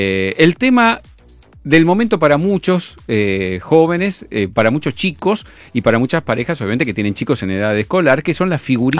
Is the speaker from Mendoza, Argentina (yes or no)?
no; Berazategui, Buenos Aires Province, Argentina; born there; Yo cuando era pibe nos juntábamos o en Ducil, o en Berazategui, o en la estación de tren del Roca.